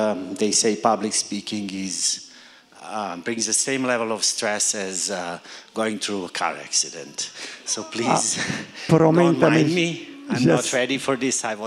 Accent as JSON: {"language": "English", "town": "Novi Sad", "region": "Vojvodina", "country": "Serbia", "said": "We are all from Novi Sad and my father is also from Novi Sad."}